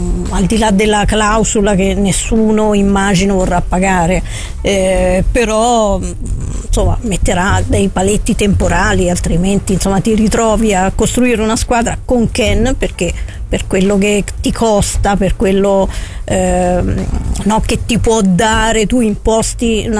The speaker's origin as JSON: {"language": "Italian", "town": "Orvieto", "region": "Umbria", "country": "Italy", "also_born_or_lived": "Perugia", "moved": "yes", "said": "io ho vissuto tanti anni a Perugia, ma essendo di Orvieto la targa è TR"}